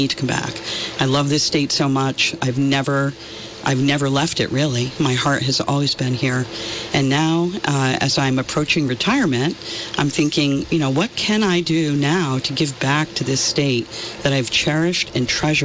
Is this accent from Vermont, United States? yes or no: yes; Vermont, United States; I'm from Vermont. I was not born in Vermont, so I'm going to get that out right now. But my dad packed up the VW van when I was 3 years old and moved here